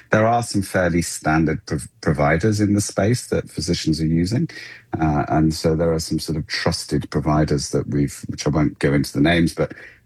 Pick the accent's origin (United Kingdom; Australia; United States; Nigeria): United Kingdom; accent: UK; Despite my accent, I don't have any great understanding of how it's playing out in other countries, such as where my accent's from. But I can connect with colleagues back in the UK from where I once worked